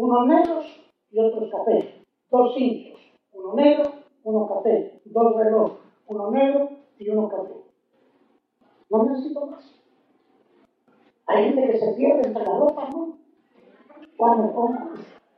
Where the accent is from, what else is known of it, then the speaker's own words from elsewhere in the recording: Guatemala; Fíjense que en mi país, Guatemala, usted quiere comer algo, solo tiene que hacer esto, miren, miren, solo eso, miren.